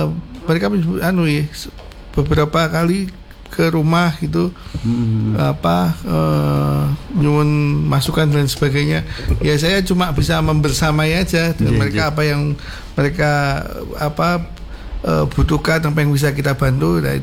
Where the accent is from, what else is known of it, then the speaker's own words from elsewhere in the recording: Java, Indonesia; Kita tuh orang Jawa sudah bisa menciptakan alat sedemikian, iya, hebatnya gitu.